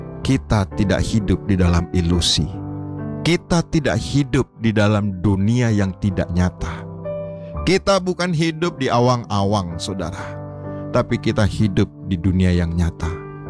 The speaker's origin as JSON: {"language": "Indonesian", "town": "Binjai", "region": "North Sumatra", "country": "Indonesia", "said": "Saya ini orang Binjai, saudara. Saya SMA di SMA 1 Binjai."}